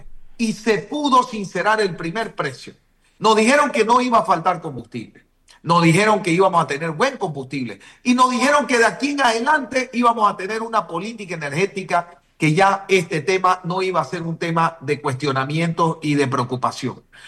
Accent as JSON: {"language": "Spanish", "country": "Bolivia", "said": "nosotros como ciudadanos, como familia boliviana"}